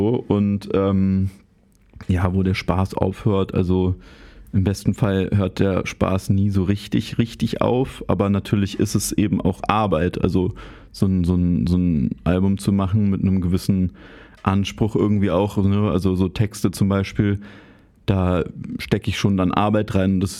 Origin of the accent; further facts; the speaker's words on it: Berlin, Germany; also ich bin ja da so im Tiergarten aufgewachsen und das war ja, bin ich immer viel vorbeigekommen.